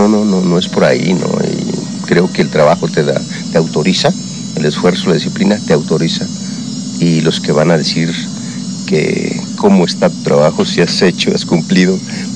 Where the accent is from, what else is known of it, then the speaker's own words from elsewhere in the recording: Guerrero, Mexico; En mi caso, como guerrerense, además me considero como guerrerense echado para adelante, con un trabajador, con mucho esfuerzo, todo lo que somos guerrerenses